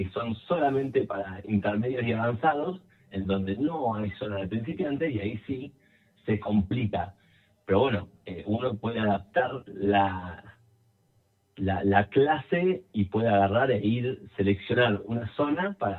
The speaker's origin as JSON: {"language": "Spanish", "town": "Cipolletti", "region": "Río Negro", "country": "Argentina", "said": "Yo no solo soy de Río Negro, soy cipoleño."}